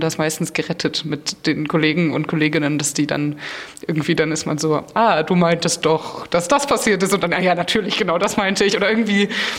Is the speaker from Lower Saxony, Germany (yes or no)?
no; Neustrelitz, Mecklenburg-Vorpommern, Germany; now in Rostock, Germany; Ja, ich habe hier in Rostock schon studiert an der HMT und ich komme aus Neustrelitz. Das heißt, ich fühle mich in MV schon wohl